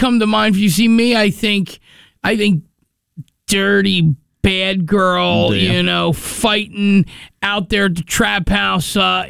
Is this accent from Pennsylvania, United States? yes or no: yes; Philadelphia, Pennsylvania, United States; We're from Philadelphia.